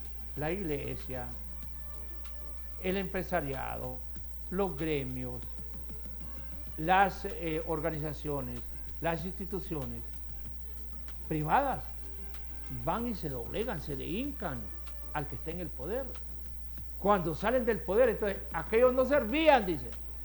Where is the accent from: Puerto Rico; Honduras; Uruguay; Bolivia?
Honduras; Pero somos permisibles los hondureños.